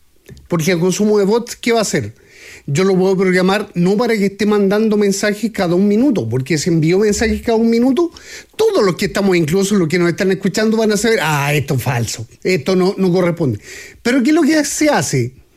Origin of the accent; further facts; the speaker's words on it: Chile; siendo chileno